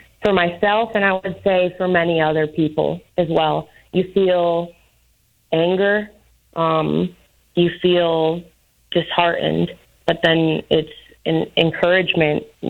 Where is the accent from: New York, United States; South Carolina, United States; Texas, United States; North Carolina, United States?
South Carolina, United States; also born or lived in Minnesota; I'm Minnesota born, South Carolina raised, and I'm a proud Puerto Rican. So I'm the first generation of my family.